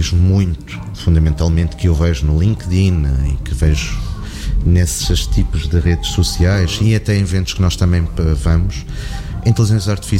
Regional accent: Porto, Norte, Portugal; eu sou do Porto.

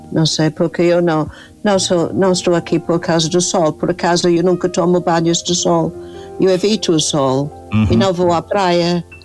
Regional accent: England, United Kingdom; Portuguese is a second language; Sim, mas por outro lado, há muitas inglesas, porque sou inglesa, não é? Há muitas inglesas residentes aqui que fazem muitas coisas boas também.

